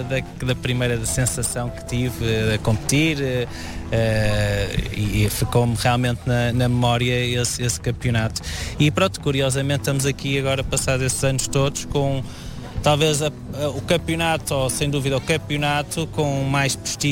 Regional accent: Porto, Norte, Portugal; Eu sou do Porto

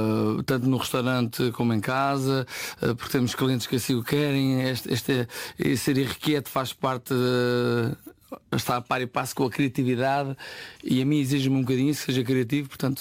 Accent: Ribamar, Centro, Portugal; Olha, eu sou de Ribamar de Lourinhã, no Oeste

